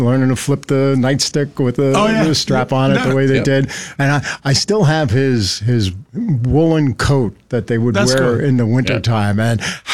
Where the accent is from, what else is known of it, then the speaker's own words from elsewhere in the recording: Weehawken, New Jersey, United States; born there; I'm a city kid. I was born in Weehawken, New Jersey, if you know where that is.